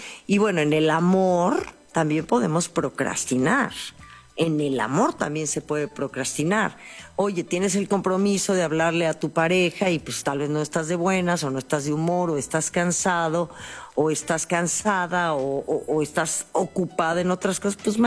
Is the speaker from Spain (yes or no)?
no; Mexico; Así somos los mexicanos.